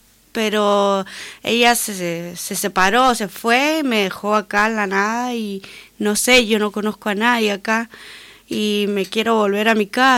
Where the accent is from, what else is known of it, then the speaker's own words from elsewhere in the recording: Las Heras, Mendoza, Argentina; moved away as an adult; Yo soy de Mendoza, de Las Heras.